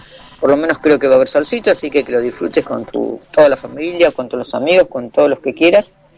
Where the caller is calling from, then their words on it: Ituzaingó, Buenos Aires Province, Argentina; de Ituzaingó.